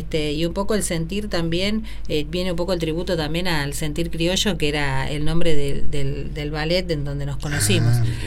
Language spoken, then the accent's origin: Spanish; Vedia, Buenos Aires Province, Argentina; born there; now in Merlo, Argentina; vivimos en Merlo, Parque San Martín, pero bueno, yo soy nacida en Bedia, provincia de Buenos Aires, Bedia, ahí cerquita de Junín, pasando Junín, unos 65 kilómetros, pero vivo en Parque San Martín, Merlo.